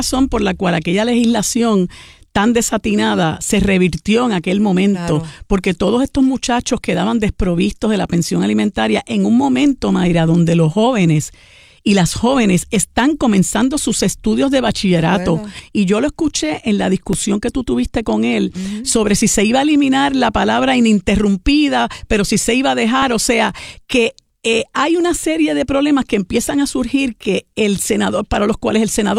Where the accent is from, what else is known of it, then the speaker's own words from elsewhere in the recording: Puerto Rico; nosotros como puertorriqueños